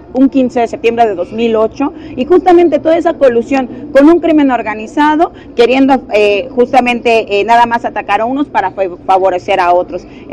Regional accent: Morelia, Michoacán, Mexico; Yo apenas, siendo universitaria, soy de Morelia, Michoacán

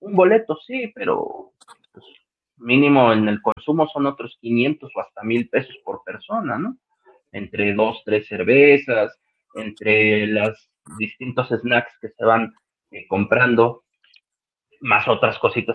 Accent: Mexico; como todo mexicano me chingué la rodilla también

